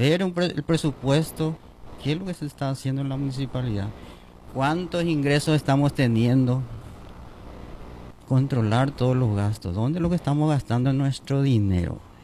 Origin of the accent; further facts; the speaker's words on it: Fram, Itapúa, Paraguay; born there; como frameño, como dije la última vez, nací en Fran y Fran me dio todo.